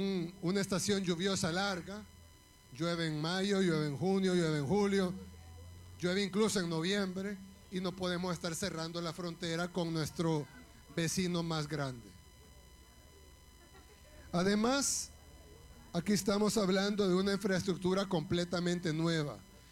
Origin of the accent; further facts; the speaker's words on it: El Salvador; una buena parte de los salvadoreños hemos cruzado el puente actual